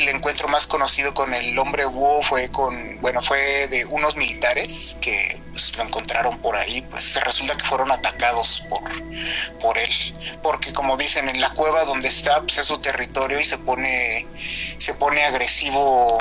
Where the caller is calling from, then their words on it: Amecameca, State of Mexico, Mexico; soy de, pues, por Amecameca, aquí por los volcanes.